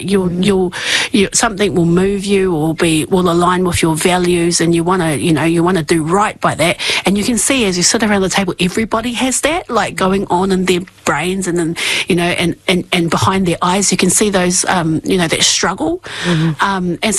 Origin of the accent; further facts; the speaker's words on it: Masterton, Wellington, New Zealand; born and bred in Masterton, you know, Masterton is our town